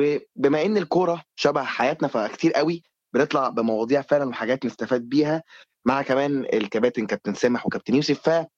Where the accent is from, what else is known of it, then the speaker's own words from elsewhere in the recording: Egypt; بتهمنا كمصريين